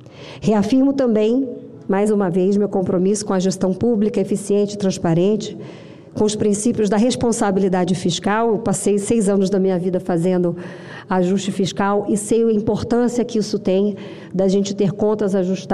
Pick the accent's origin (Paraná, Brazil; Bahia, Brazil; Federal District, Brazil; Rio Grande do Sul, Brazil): Federal District, Brazil; Brasília; eu sou de Brasília, eu nasci de Brasília e eu vivo em Brasília. Vivi praticamente a minha vida toda pública aqui em Brasília.